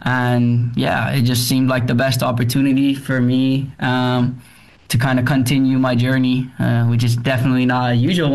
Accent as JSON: {"language": "English", "town": "Tampere", "region": "Pirkanmaa", "country": "Finland", "tie": "born or raised there", "also_born_or_lived": "Helsinki", "moved": "as an adult", "lives_now": "Saint Paul, United States", "said": "I played all throughout, I think, U17 in Tampere, which is my hometown team, Tampere Saints."}